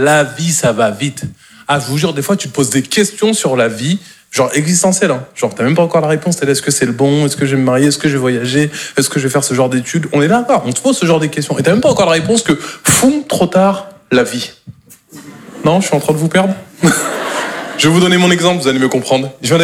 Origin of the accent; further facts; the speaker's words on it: Normandy, France; Moi, je suis normand de base